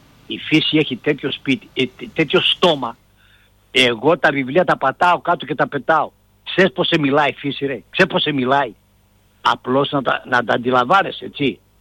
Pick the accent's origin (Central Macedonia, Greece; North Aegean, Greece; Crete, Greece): Central Macedonia, Greece; Thessaloniki; εγώ μεγάλωσα μέσα στη Θεσσαλονίκη. Μέσα στη Θεσσαλονίκη. Αλλά τα καλοκαίρια μου τα έβγαζα πάντα στο χωριό.